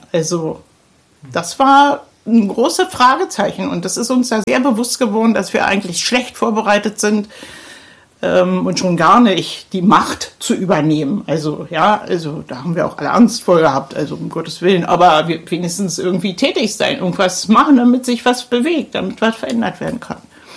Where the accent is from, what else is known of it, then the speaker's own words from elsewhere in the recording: Berlin, Germany; Also ich komme aus dem Stadtbezirk Pankow und habe mich da auch engagiert